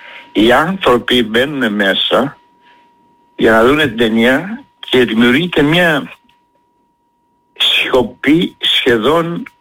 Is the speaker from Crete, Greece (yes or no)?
yes; Crete, Greece; Εγώ γι' αυτό όπου και βρεθώ, όχι μόνο στην Κρήτη δηλαδή, λέω είμαι Έλληνας. Πρώτα απ' όλα είναι κριτικός.